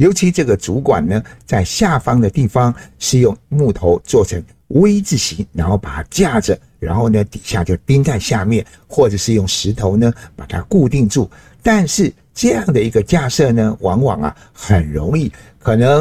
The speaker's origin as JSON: {"language": "Chinese", "country": "Taiwan", "tie": "born or raised there", "said": "就好像小时候在我老家巴卡山部落里，所有的族人们呢都使用过用竹子做成水管"}